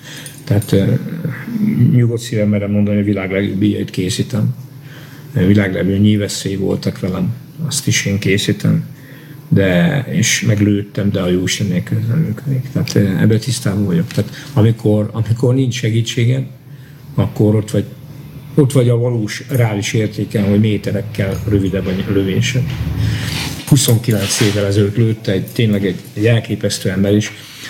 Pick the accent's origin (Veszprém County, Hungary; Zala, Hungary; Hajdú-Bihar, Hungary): Hajdú-Bihar, Hungary; born there; régen én Nagyunáláson születtem, ez Bocskai harci város volt egykor